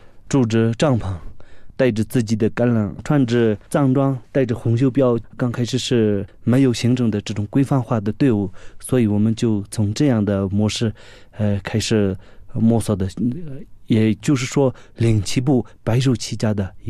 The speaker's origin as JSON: {"language": "Chinese", "region": "Tibet", "country": "China", "tie": "born or raised there", "said": "是20年前我们亲眼目睹了这个铁路修到家乡，心里满是激动与期盼"}